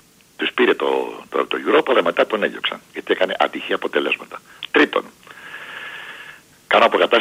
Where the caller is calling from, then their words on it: Peristeri, Attica, Greece; από το Περιστέρι.